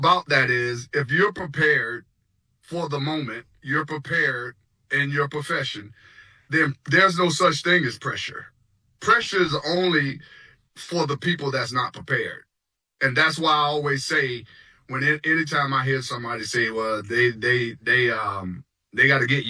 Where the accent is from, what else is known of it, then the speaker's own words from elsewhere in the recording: Tampa, Florida, United States; also born or lived in St. Petersburg, Florida; You know, I used to live by the stadium, you know, when I lived in St. Pete, and I grew up in Tampa my whole life.